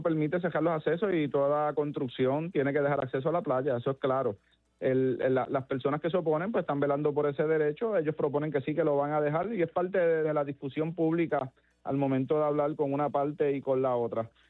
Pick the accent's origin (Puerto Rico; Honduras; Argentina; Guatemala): Puerto Rico; Cabo Rojo; El candidato que uno entienda que no le ha respondido, en el caso mío, a mi pueblo, pues uno tiene que reclamarlo.